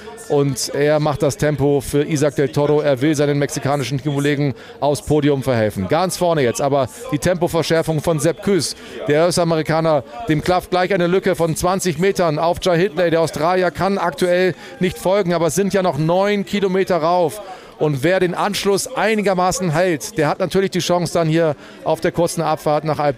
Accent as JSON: {"language": "German", "region": "Northern Germany", "country": "Germany", "said": "Ich komme aus dem Norden und ich kenne sowas eigentlich nur aus dem Watt"}